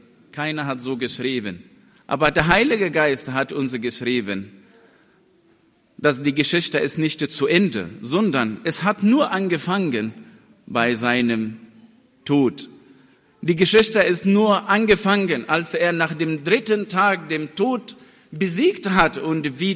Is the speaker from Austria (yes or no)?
no; Egypt; German is a second language; Bei uns in Ägypten, wir haben solche Feiern nicht. Wir feiern nicht als Gemeinde oder in die Kirche.